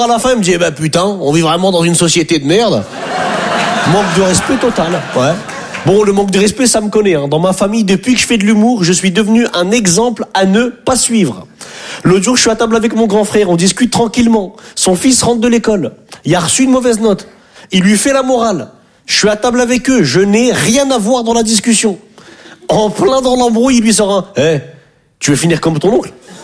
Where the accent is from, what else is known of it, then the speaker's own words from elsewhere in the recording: northern France, France; moved away as an adult; now in Paris, France; Je viens du nord de la France.